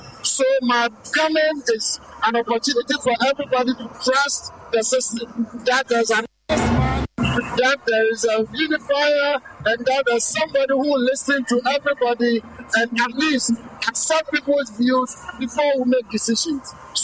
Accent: Western Region, Ghana; Of course, I come from Amenti. I'm a proud Amenti man. So I have to let them establish the fact that I am an indigenous of this region.

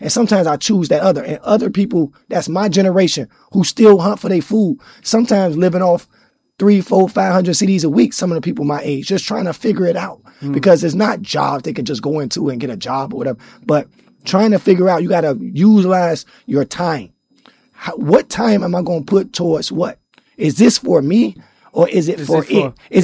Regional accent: Chicago, Illinois, United States; You know, I'm from Chicago, man. You know, 2 weeks ago was Labor Day weekend for us.

